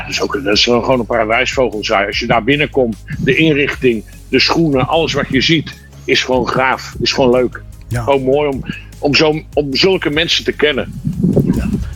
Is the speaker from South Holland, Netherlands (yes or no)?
no; Breda, North Brabant, Netherlands; now in Costa; En wij komen zelf natuurlijk ook van Breda.